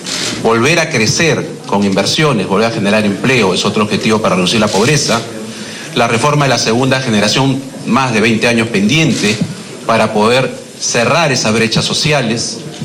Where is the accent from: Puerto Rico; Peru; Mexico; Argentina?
Peru